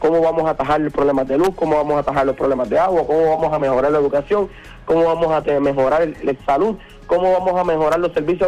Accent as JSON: {"language": "Spanish", "town": "San Juan", "country": "Puerto Rico", "said": "Yo soy de San Juan y aquí en la Avenida Barbosa, cerquita de mi casa"}